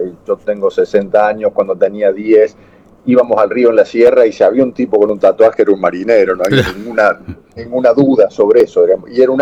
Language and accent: Spanish; Córdoba, Argentina; en Córdoba, en Argentina, yo soy de Córdoba